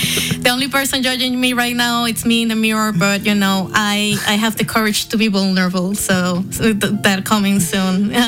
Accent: Caracas, Capital District, Venezuela; now in Ljubljana, Slovenia; So I say that I'm from Caracas, but I live the majority of my life in somewhere I don't call home. And now for the first time, I'm home here in Ljubljana.

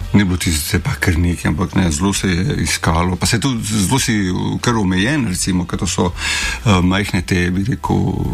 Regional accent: North Macedonia; jaz sem pač iz Makedonije

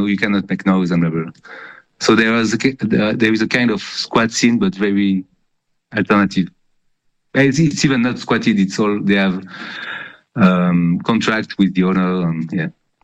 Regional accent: France; English is a second language; moved away as an adult; now in Geneva, Switzerland; Yeah, I'm not originally from Geneva, so I could not talk about the history of punk, the punk scene in Geneva. I arrived from France. I was already 28

